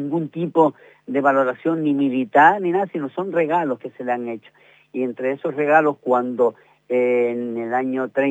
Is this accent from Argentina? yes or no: no; Teror, Canary Islands, Spain; los hombres y mujeres de Teror